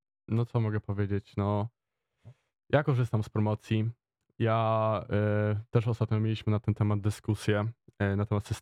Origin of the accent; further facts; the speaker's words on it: Warsaw, Masovian Voivodeship, Poland; ja jako jedyny z zespołu jestem rodowitym warszawiakiem